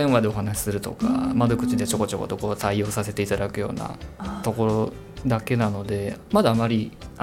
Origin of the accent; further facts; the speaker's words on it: Kansai, Japan; accent: Kansai dialect; now in Chofu, Japan; 関西人なんですけど